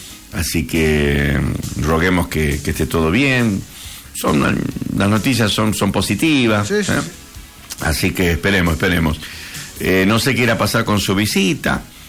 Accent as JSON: {"language": "Spanish", "town": "Campo Santo", "region": "Salta", "country": "Argentina", "moved": "yes", "said": "mi gente allá en mi pueblo"}